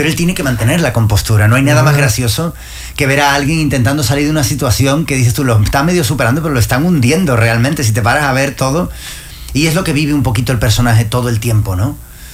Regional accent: Spain; moved away; para mí como español

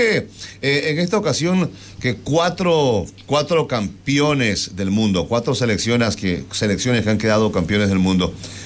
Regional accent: Ecuador; also born or lived in Spain; Yo soy cotoriano, señor. Cotoriano

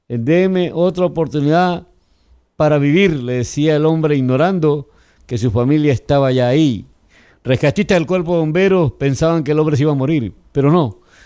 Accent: Coast, Ecuador; accent: costeño; now in Manta, Ecuador; Somos de la costa nosotros, claro, hablamos como costeño.

